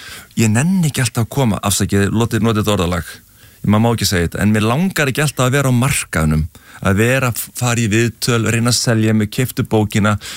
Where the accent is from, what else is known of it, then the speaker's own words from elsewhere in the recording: Ólafsvík, Western Region, Iceland; ég upplýði það sem barn í Ólafsvík það voru bara bátar að farast.